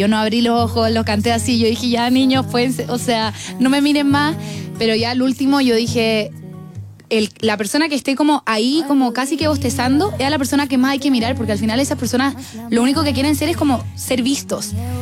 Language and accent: Spanish; Chile; moved away as an adult; also born or lived in United States; siento que también he vivido gran parte ahí, tengo conexiones allá. Creo que mi prioridad ahora es Chile